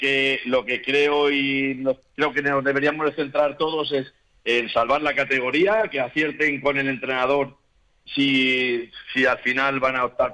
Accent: Elda, Valencian Community, Spain; somos del pueblo. Y consideramos al Deportivo parte de Elda

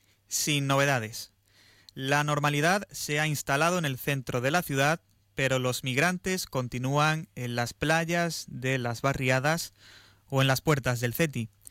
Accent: Ceuta, Spain; Y somos nosotros, los ceutíes

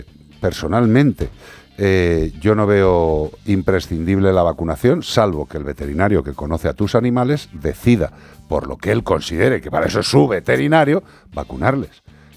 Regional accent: Écija, Andalusia, Spain; Soy de Écija, soy de Sevilla

